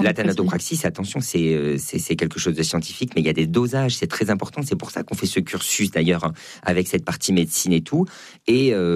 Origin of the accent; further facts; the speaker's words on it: Auvergne-Rhône-Alpes, France; Moi, je viens d'Auvergne, c'est très très beau.